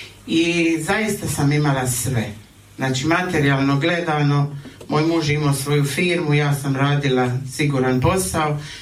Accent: Dubrovnik, Dubrovnik-Neretva County, Croatia; dolazim iz Dubrovnika.

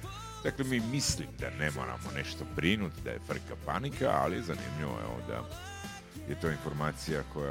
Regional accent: Croatia

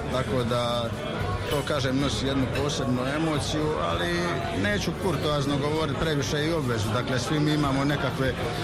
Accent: Metković, Dubrovnik-Neretva County, Croatia; moved away as an adult; now in Zagreb, Croatia; Živim i radim u Zagrebu, rodom sam iz Metkovića. Dakle, ovdje sam obavio osnovnoškolsko i srednjoškolsko obrazovanje. Nakon toga sam otišao u Zagreb na visokoškolsko obrazovanje

